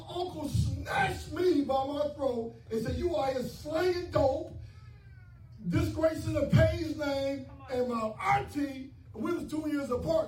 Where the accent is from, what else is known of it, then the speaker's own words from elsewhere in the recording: Detroit, Michigan, United States; I'm from the Don River area. Ecorse River in South Detroit.